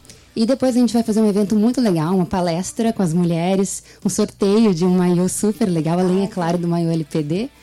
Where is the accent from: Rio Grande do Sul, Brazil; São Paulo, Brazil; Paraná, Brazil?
Rio Grande do Sul, Brazil; now in Ceará, Brazil; sou gaúcha, mas apaixonada pelo Ceará e tô morando aqui.